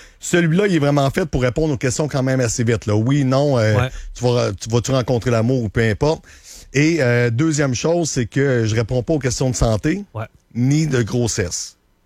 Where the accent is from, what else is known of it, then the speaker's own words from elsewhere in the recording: Saint-Georges, Quebec, Canada; Je viens de la Beauce, hein, tu savais? Ah oui? Oui, okay. Je suis natif de Saint-Georges.